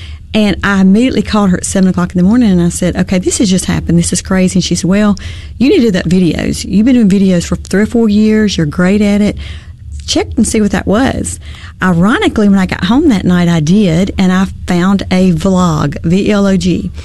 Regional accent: the South, United States; I'm a Southerner.

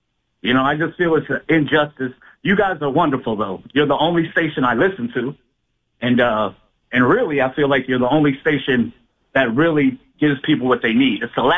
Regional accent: Florida, United States; I'm from Palm Beach County.

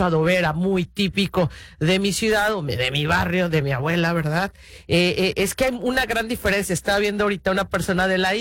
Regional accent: Guadalajara, Jalisco, Mexico; moved away; Muy típico de los tapatíos, es decir, bien, utilizar la palabra bien mucho, bien poquito, ese tipo de modismos que tenemos allá.

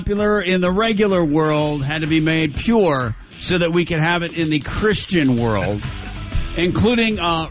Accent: Michigan, United States; As someone who came, who was born and raised in Western Michigan, which was founded on a religious ethos of known as Calvinism.

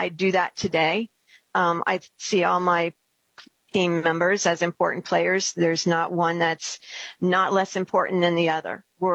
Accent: York, Pennsylvania, United States; 8 to 14, I was living in inner city York.

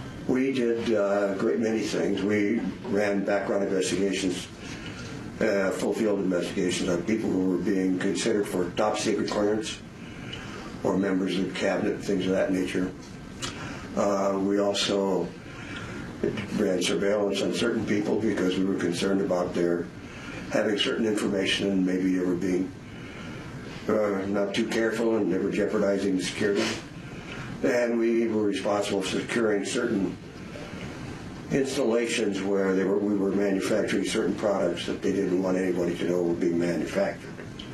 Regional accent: North Dakota, United States; I was born and raised up in North Dakota.

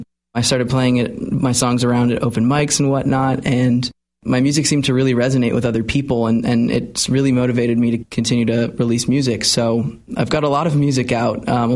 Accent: Rhode Island, United States; I was born in Rhode Island, born and raised there.

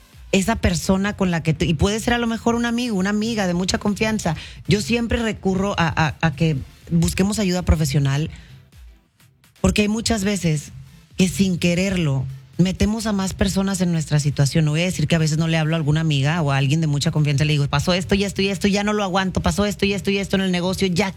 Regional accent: Mexico; now in United States; Yo soy mexicana, criada en México, con papás criados en México, nacida aquí, pero... me crié en México toda la vida.

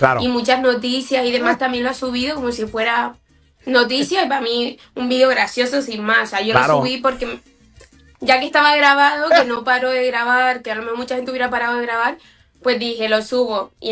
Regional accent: Canary Islands, Spain; De las Islas Canarias.

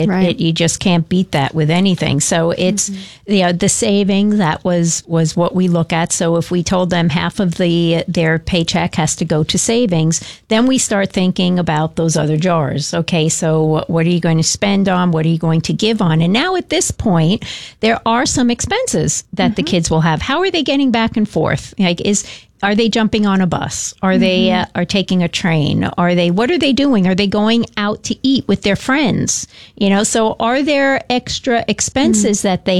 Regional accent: New York City, New York, United States; I grew up in New York, so we had a place out on the island

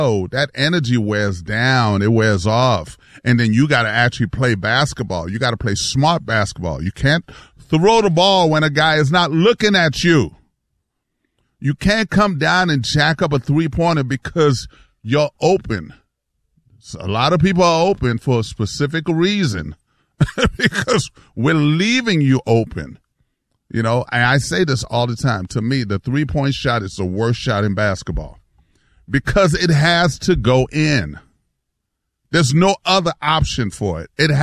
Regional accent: New York, United States; I'm from New York, but I was never a Knicks fan.

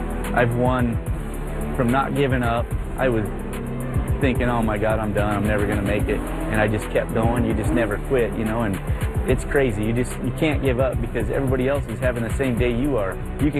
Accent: Lakeside, Arizona, United States; I'm from Lakeside, Arizona.

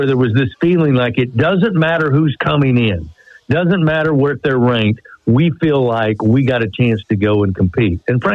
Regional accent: Kentucky, United States; That's the look I remember growing up in Kentucky.

